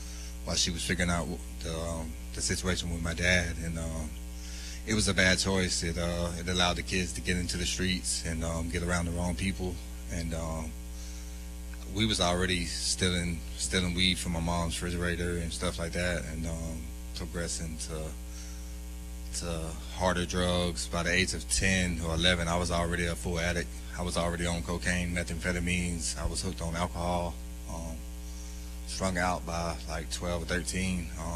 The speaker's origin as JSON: {"language": "English", "area": "Clayton County", "region": "Georgia", "country": "United States", "said": "I'm 37. I'm from Clayton County, Georgia."}